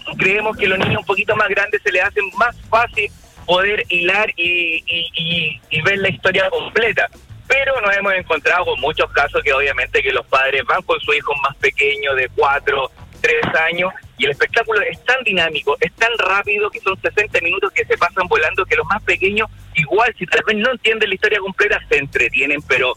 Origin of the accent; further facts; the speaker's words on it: Buenos Aires, Argentina; Nosotros como porteños, comenzamos nuestra carrera artística a eso de los 16, 17 años